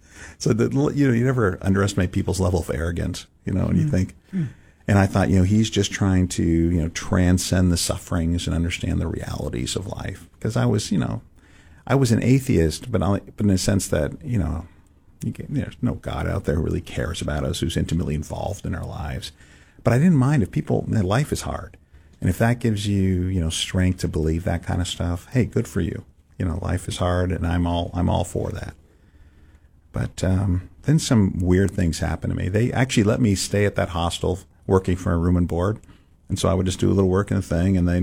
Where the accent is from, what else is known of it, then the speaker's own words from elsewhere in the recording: San Francisco, California, United States; And part of it is I'm growing up in San Francisco, so it's not like you're not in the middle of church culture. I didn't know a kid who went to church.